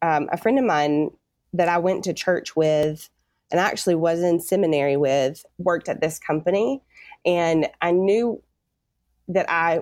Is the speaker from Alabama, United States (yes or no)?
yes; Tuscaloosa, Alabama, United States; now in Atlanta, United States; I grew up in Tuscaloosa, Alabama, and went to the University of Alabama.